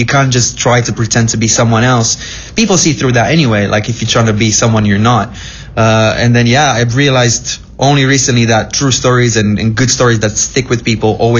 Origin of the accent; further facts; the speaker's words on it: Cluj-Napoca, Cluj County, Romania; English is a second language; moved away as an adult; I've been in the same hometown. It's called Cluj, where I'm from. And I've been there for so long, and I knew so many people.